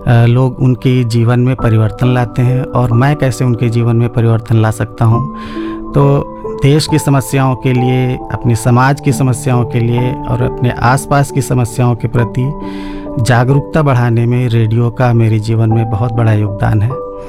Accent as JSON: {"language": "Hindi", "area": "Lucknow district", "region": "Uttar Pradesh", "country": "India", "tie": "born there", "said": "मेरा जन्म लखनऊ जनपद में हुआ था। मेरे पिताजी वहाँ पर सेवा में थे, वो भी शिक्षक थे, और मेरा जन्म लखनऊ के ही एक गांव में हुआ था।"}